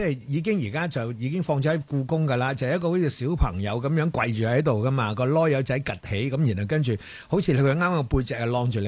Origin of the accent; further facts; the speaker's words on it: China; 佢、哋就发觉原来我哋中国人用嘅枕头咧，其实就唔系枕头嘅，系枕颈嘅。